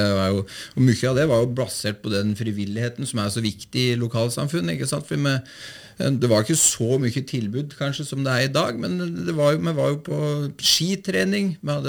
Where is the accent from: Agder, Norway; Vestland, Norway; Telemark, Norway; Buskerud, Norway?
Buskerud, Norway; Nore og Uvdal; Nei, jeg hadde en fantastisk oppvekst i Nord-Uvdal. Jeg vokste opp på Langodden i Nore, med mor og far og to syskjen. Trygt nærmiljø